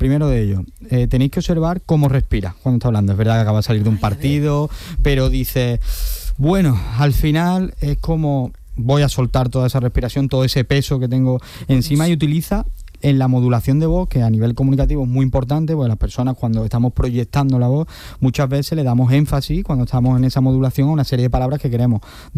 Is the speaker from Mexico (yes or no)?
no; Spain